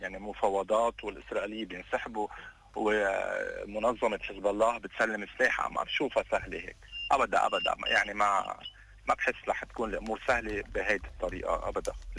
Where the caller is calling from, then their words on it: Lebanon; طب شو بنقول نحن كلبنانيين؟